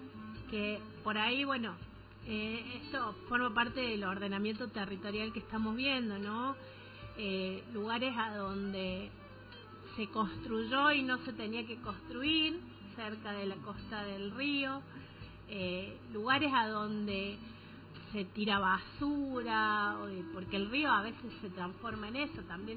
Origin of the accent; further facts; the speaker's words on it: Cruz del Eje, Córdoba, Argentina; yo mi infancia y adolescencia la viví en el populoso barrio Santa Rosa de la ciudad de Cruz del Eje.